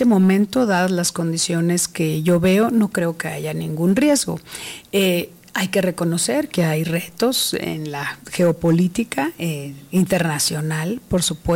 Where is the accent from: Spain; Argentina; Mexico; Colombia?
Mexico; Sonora; Así como somos los sonorenses.